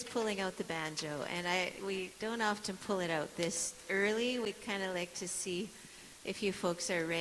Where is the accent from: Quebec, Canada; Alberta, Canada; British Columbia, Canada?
Alberta, Canada; we are from Alberta, kind of from the country there.